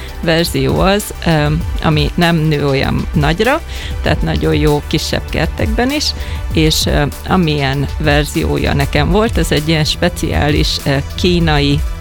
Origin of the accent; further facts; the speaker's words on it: Hungary; now in England; én magyar vagyok